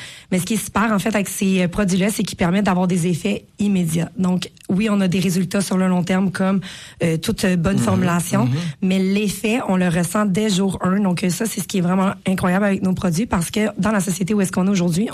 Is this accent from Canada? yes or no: yes; Lavaltrie, Quebec, Canada; moi, je suis native de Valtrie. Donc, j'ai une attache particulière pour la Valtrie.